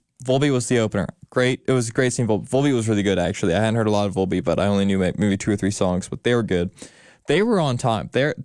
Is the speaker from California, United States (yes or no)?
no; Oregon, United States; moved away; because I'm from Oregon.